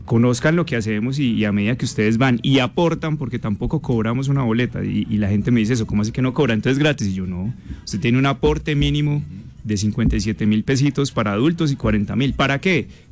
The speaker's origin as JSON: {"language": "Spanish", "town": "Pereira", "region": "Risaralda", "country": "Colombia", "said": "Porque somos tan pereiranos como los animalitos que tenemos allá."}